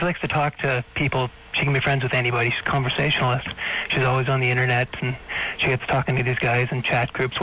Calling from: Toronto, Ontario, Canada; Hey, I'm calling from Toronto.

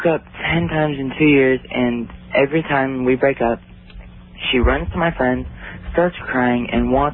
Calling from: Lake Stevens, Washington, United States; I'm from Lake Stevens, Washington.

